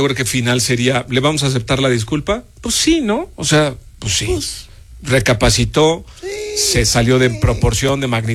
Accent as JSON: {"language": "Spanish", "country": "Mexico", "said": "Exacto, no somos todos los mexicanos."}